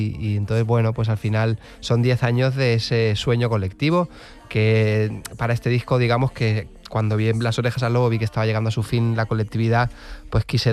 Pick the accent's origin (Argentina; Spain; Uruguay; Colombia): Spain; Rivas-Vaciamadrid, Community of Madrid; amigos míos de Rivas, de mi pueblo